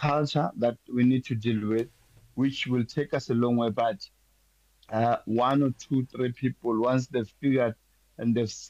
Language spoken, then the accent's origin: English; Soweto, Gauteng, South Africa; a Soweto-born boy, born and brought up in Soweto